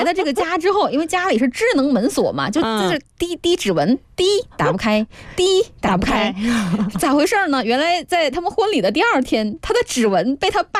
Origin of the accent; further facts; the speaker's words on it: Northeast China, China; 因为我东北人嘛，我就对我们家乡的这个小米特别特别的有感情。